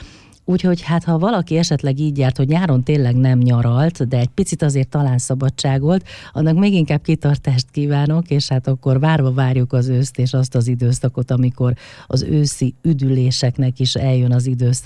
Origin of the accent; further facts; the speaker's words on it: Hungary; akivel annak idején együtt nőttünk fel, és együtt bandáztunk a Kurcsatov utcában.